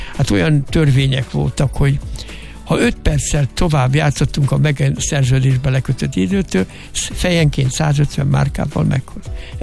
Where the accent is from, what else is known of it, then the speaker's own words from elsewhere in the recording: Hungary; mondtuk, hogy mi magyarok vagyunk.